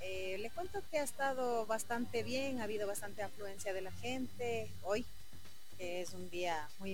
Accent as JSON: {"language": "Spanish", "town": "Atuntaqui", "region": "Imbabura", "country": "Ecuador", "said": "Yo soy de Atuntaqui, vengo para acá, es bonito, es bien tranquilo."}